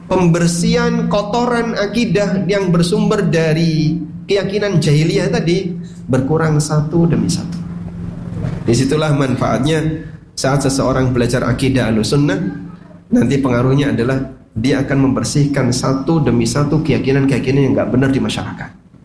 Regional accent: Java, Indonesia; Misalnya saya sebagai orang Jawa yang dulu punya banyak keyakinan dari hasil budaya.

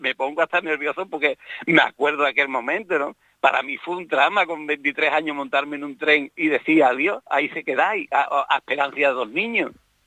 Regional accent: Andalusia, Spain; moved away as an adult; por qué me volví? Porque yo ansiaba estar en mi tierra, porque yo estoy enamorado de Andalucía

